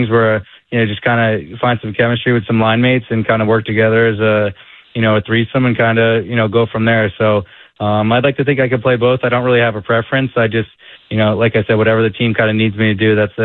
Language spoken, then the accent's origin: English; Robbinsville, New Jersey, United States; I feel like I grew up right in Central Jersey, and now we spend our summers down the Jersey Shore, down Long Beach Island.